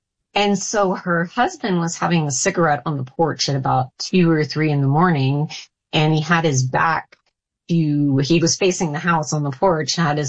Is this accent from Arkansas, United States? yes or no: yes; Arkansas, United States; I grew up in Arkansas